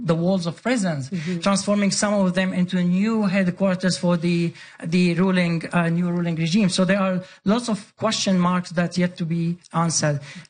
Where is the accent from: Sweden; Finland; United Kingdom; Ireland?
Sweden; because I grew up in Sweden.